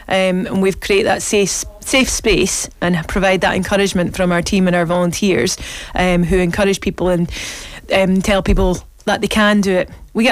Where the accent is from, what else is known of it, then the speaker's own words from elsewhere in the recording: Glasgow, Scotland, United Kingdom; I'm born and brought up in Glasgow and I know this area, but I've never been on these paths before.